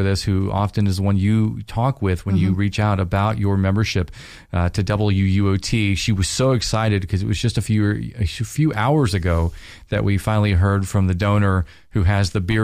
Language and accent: English; Louisiana, United States; I'll always remember Bacchus because I'm from Louisiana and crew of Bacchus.